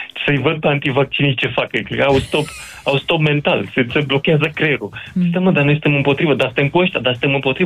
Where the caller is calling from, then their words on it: Romania; eu sunt român